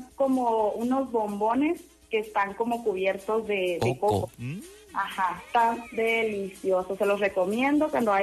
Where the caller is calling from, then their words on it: Mazatlán, Sinaloa, Mexico; tengo 24 años y soy de Mazatlán, Sinaloa.